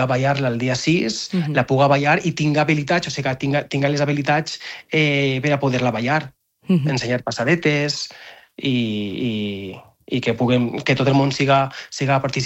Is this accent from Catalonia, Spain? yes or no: no; Ròtova, Valencian Community, Spain; esta vegada l'ha tocat al meu poble, a Ròtova.